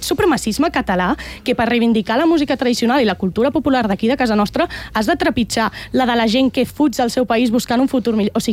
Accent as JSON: {"language": "Catalan", "town": "L'Hospitalet de Llobregat", "region": "Catalonia", "country": "Spain", "tie": "born or raised there", "lives_now": "El Prat de Llobregat, Spain", "said": "jo també he crescut a l'Hospitalet, però ara visc al Prat."}